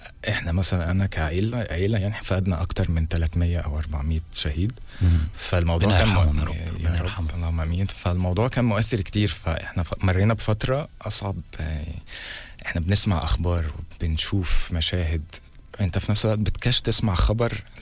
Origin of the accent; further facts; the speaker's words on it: Palestine; accent: Palestinian; now in Egypt; انا عامة معروف ان انا فلسطيني.